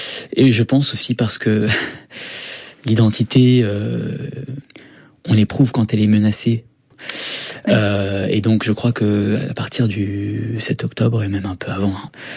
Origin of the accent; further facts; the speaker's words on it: France; born there; Oui, moi je suis né en France.